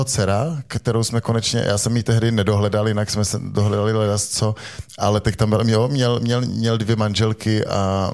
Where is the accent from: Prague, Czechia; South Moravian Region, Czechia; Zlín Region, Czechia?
Prague, Czechia; moved away as an adult; also born or lived in Ostrava; jsem rodilý Pražák